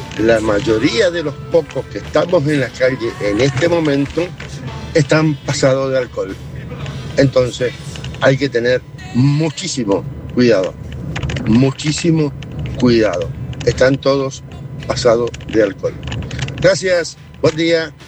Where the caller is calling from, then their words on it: General Rodríguez, Buenos Aires Province, Argentina; soy taxista de General Rodríguez.